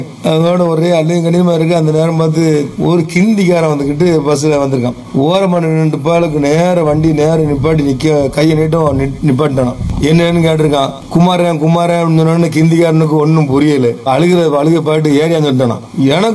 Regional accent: Tamil Nadu, India

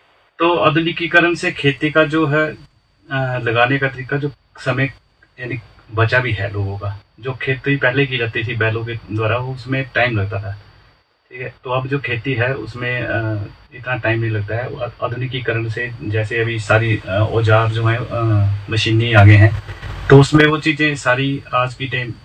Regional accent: Narwana, Himachal Pradesh, India; और मैं ग्राम पंचायत खास नरवाना से हूँ

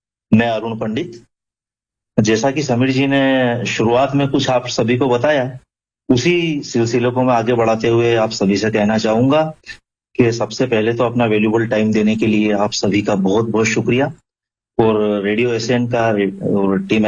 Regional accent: Madhya Pradesh, India; born there; also born or lived in Rajasthan; now in Udaipur, India; By birth तो मैं MP से हूं, लेकिन पिछले 30 सालों से मेरा राजस्थान में रहना हुआ, और यहाँ पे ही फिर मन रच बस गया, और फिलहाल तो मैं यहीं से हूँ। और उदयपुर बेहद ही खूबसूरत शहर है

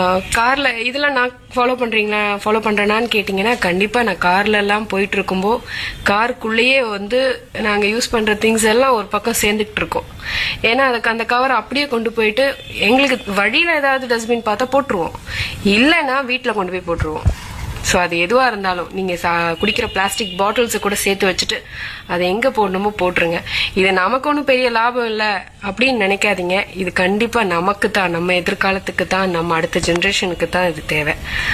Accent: Chennai, Tamil Nadu, India; நான் ஒரு மலையாளியாக இருந்தாலும் பிறந்து வளர்ந்தது எல்லாமே சென்னை தான்.

